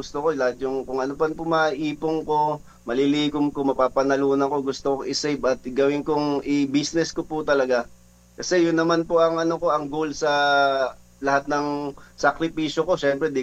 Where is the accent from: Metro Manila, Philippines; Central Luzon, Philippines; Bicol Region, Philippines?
Metro Manila, Philippines; Las Piñas; now in Quezon City, Philippines; Taga Las Piñas talaga ako, tubong Las Piñas ako. Pero dito ako ngayon naniniraan sa Quezon City.